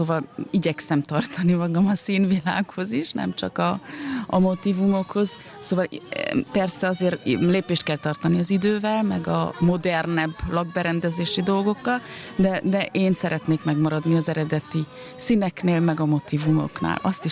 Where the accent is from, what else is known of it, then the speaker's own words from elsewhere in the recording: Transylvania, Romania; én erdélyi vagyok